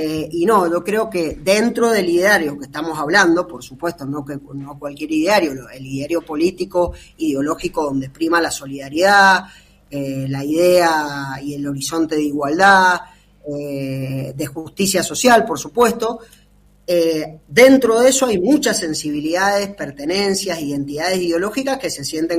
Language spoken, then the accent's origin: Spanish; Argentina; now in Mendoza, Argentina